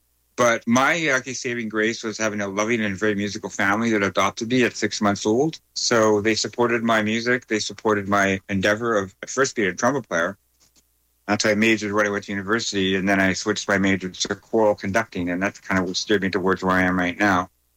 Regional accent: Winnipeg, Manitoba, Canada; My blood comes from Fisher River Cree First Nation and southern Manitoba, but I am first born and raised in Winnipeg, Treaty 1 territory.

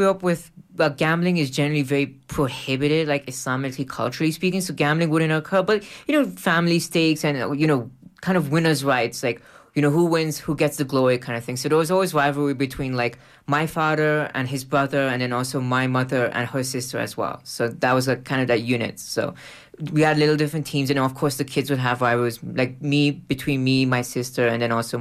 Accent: Pakistan; But the way I grew up with it in Pakistan

